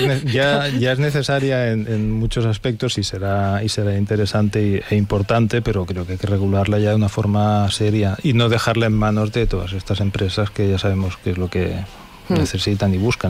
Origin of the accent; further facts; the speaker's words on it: L'Hospitalet de Llobregat, Catalonia, Spain; es que dibujaba mi ciudad y la ciudad vecina, yo soy de Hospitalet, pero estábamos tocando Barcelona.